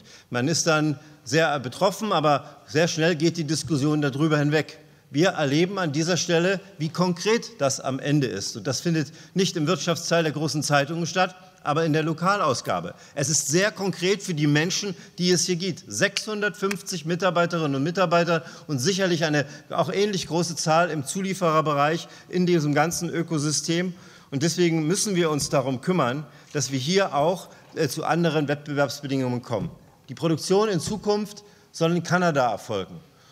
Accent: Germany; Die erste Frage, die wir uns als Deutsche stellen müssen

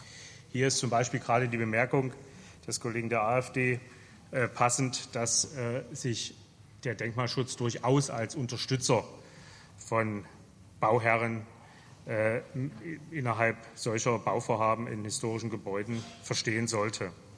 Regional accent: Dresden, Saxony, Germany; Der Exkurs in meine Heimatstadt Dresden

